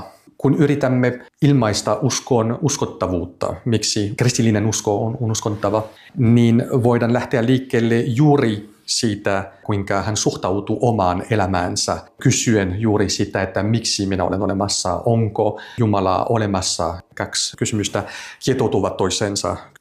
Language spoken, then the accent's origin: Finnish; France; Finnish is a second language; moved away as an adult; now in Helsinki, Finland; Olen ranskalainen.